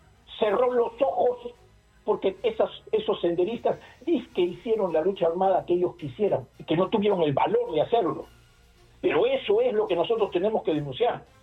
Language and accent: Spanish; Peru; todos juntos como peruanos